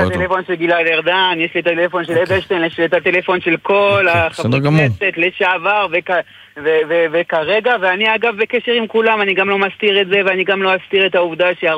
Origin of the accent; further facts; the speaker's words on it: Canada; now in Israel; גדלנו בקנדה